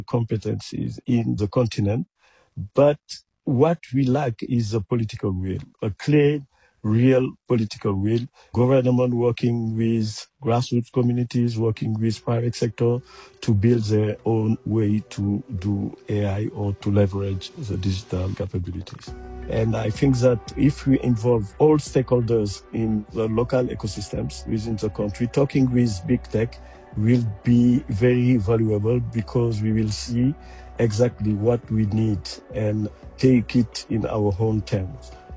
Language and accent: English; Senegal; from Senegal.